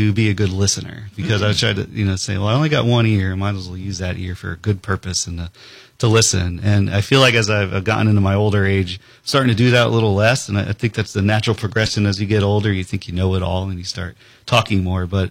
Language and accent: English; Florida, United States; growing up in Florida